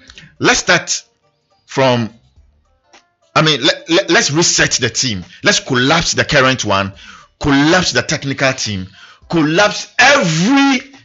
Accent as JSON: {"language": "English", "country": "Ghana", "said": "I was just being a Ghanaian."}